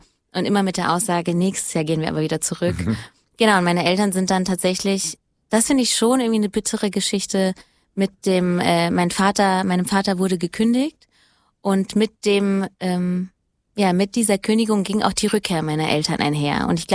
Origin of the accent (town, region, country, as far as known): Hesse, Germany; born or raised there